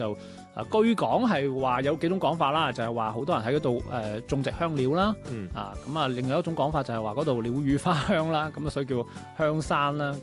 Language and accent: Cantonese; Guangzhou, Guangdong, China; 我哋广州人